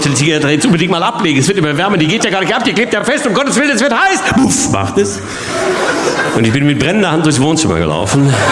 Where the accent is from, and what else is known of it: North Rhine-Westphalia, Germany